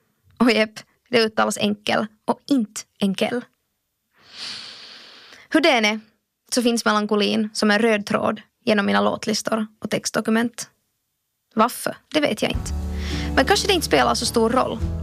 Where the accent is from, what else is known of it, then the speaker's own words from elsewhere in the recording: Finland; born there; Medveten om mitt privilegium och slumpen som gjorde att jag föddes just här i Finland, just i min familj.